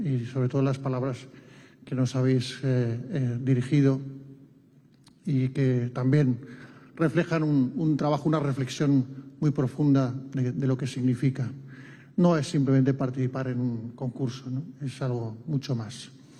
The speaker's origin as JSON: {"language": "Spanish", "country": "Spain", "said": "yo soy español porque nací aquí y una parte de mi herencia es española"}